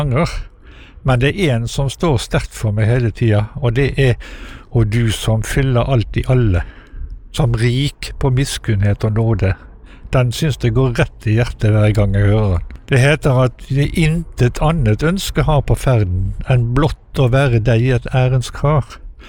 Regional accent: Kristiansund, Møre og Romsdal, Norway; fra Kristiansund, og har vært med en del i kretsen Nordmøre og Romsdal krets.

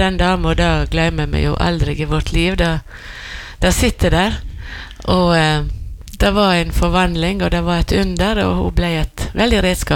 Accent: Fitjar, Vestland, Norway; Det ble jo bygdesorg hjemme på Fitjar når Rasmus død.

